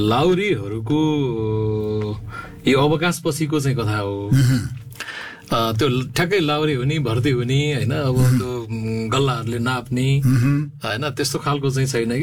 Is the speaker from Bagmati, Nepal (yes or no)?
no; Gandaki Province, Nepal; म कास्कीकै हो